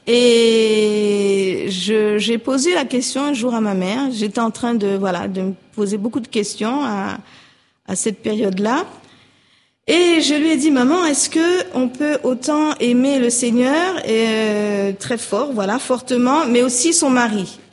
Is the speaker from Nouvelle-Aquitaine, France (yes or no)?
no; Le Plessis-Robinson, Île-de-France, France; moved away; also born or lived in Paris; Je suis née donc à Paris. Je n'ai pas vécu à Paris, peut-être 2 mois. J'ai plutôt grandi dans les Hauts-de-Seine, au Plessis-Robinson.